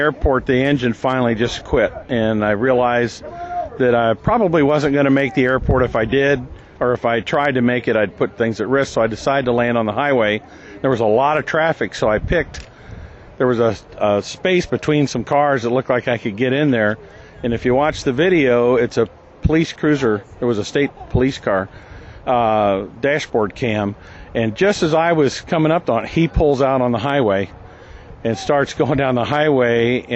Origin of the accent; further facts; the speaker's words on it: Dayton, Ohio, United States; I'm from Dayton, Ohio.